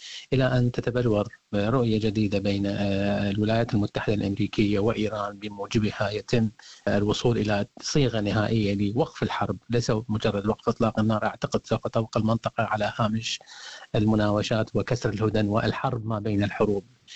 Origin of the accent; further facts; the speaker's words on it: Iraq; now in Australia; أنا مثلا كشخص عراقي يريد أن نزور العراق